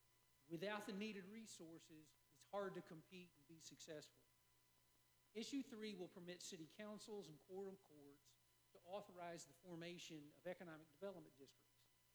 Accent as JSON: {"language": "English", "town": "DeWitt", "region": "Arkansas", "country": "United States", "tie": "born or raised there", "moved": "yes", "lives_now": "Little Rock, United States", "said": "I grew up in DeWitt, and my folks still live down there, so I feel like I've got a good bit of Arkansas County still left in me."}